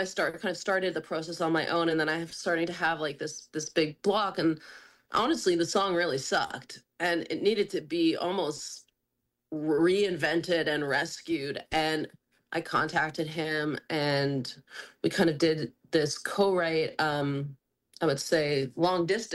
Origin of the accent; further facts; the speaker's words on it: Quebec, Canada; moved away; that was actually taking place in Montreal, where I was still living at the time, because I'm originally from Quebec.